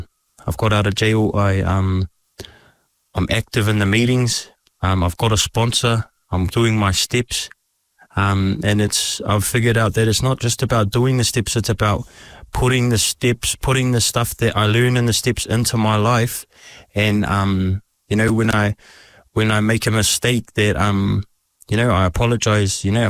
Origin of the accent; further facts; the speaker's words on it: Wellsford, Auckland, New Zealand; moved away; I'm from Wellsford